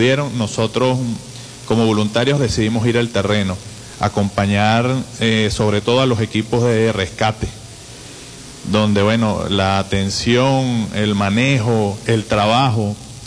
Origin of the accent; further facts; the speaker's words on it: Venezuela; en el caso de nosotros como venezolanos